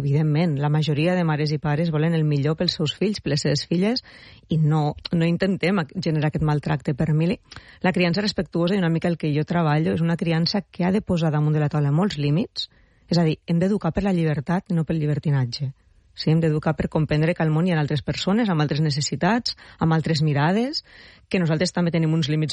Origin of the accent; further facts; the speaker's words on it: Pyrenees, Spain; born there; moved away; estic al meu poble del Pirineu